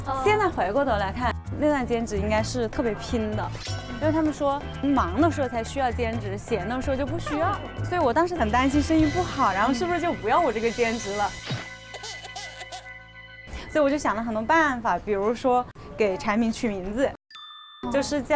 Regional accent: Anhui, China; now in Changsha, China; 其实我是安徽人、哦，但是现在属于新湖南人了。

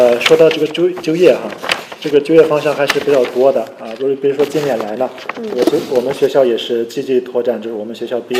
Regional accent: Xinjiang, China; 我们新疆的孩子们也是也有很多这个留在更好的城市发展的，也有很多大部分是会选择回到新疆建设我们的家乡。

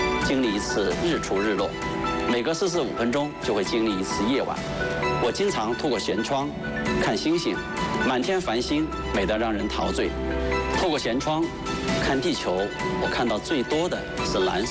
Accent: Changde, Hunan, China; born there; 我是1976年出生在湖南常德一个农村家庭。

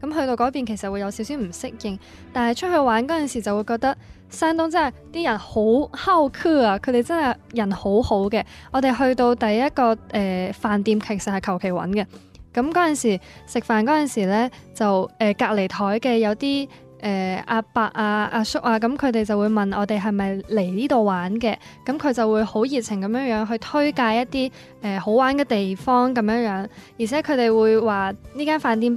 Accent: Guangdong, China; 其实呢，我们是广东人嘛

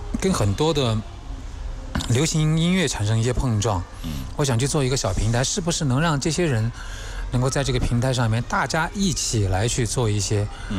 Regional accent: Guizhou, China; moved away; 父老乡亲们，这是发生在我们家乡的事情。

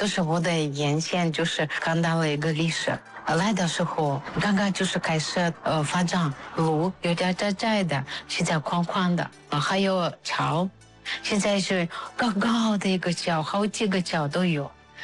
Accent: Novosibirsk, Novosibirsk Oblast, Russia; Chinese is a second language; now in Karamay, China; 我是中国石油大学北京克拉玛依校区当外教。我是俄罗斯人，我来自新西伯利亚。

